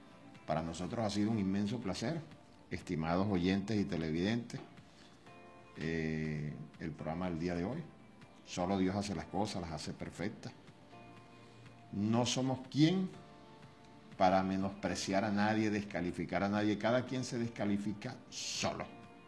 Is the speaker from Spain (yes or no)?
no; Cantaura, Anzoátegui, Venezuela; now in Puerto Píritu, Venezuela; muy cerca de mi pueblo, en Cantaura, municipio Freites del Estado de Santiago. Ahí nací hace 61 años.